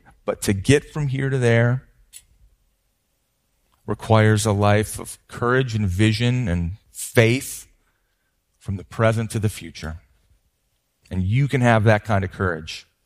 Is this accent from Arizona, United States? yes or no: no; Lake Elmo, Minnesota, United States; born or raised there